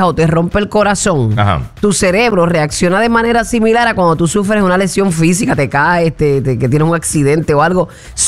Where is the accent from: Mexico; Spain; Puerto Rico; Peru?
Puerto Rico; como el boricua que salimos del party